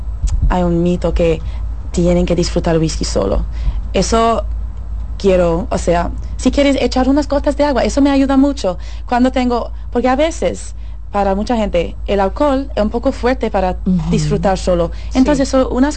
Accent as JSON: {"language": "Spanish", "region": "Scotland", "country": "United Kingdom", "tie": "born or raised there", "second_language": "Spanish", "moved": "yes", "lives_now": "Dominican Republic", "said": "Crecí en Escocia, entonces soy una escocesa."}